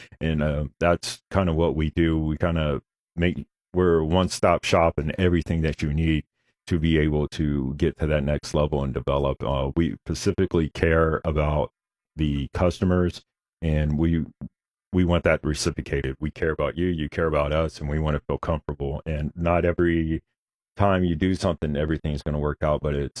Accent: Florida, United States; we're from Florida

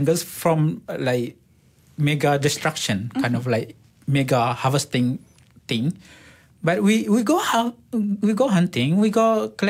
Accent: Long Lamai, Sarawak, Malaysia; I'm from Long Lamai. Long Lamai is one of the earliest settled Penan and we are the furthest in the middle of basically the heart of Borneo.

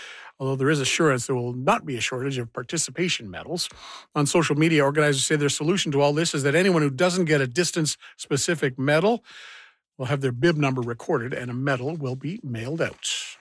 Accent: Sudbury, Ontario, Canada; But when I was growing up in Sudbury, there was a community event called the Sudbury Boys Home Walkathon.

